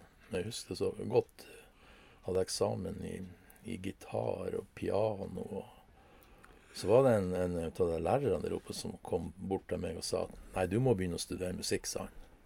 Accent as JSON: {"language": "Norwegian", "town": "Korgen", "region": "Nordland", "country": "Norway", "tie": "born or raised there", "said": "Ja, jeg er jo fra Rennemoen da."}